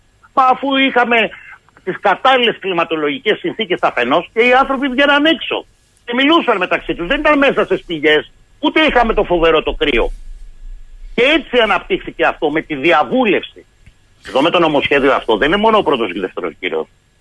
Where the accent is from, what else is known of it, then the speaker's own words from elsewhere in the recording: Central Greece, Greece; also born or lived in Dafni; πριν πάω στην ιδιαίτερη πατρίδα μου την Εύβοια.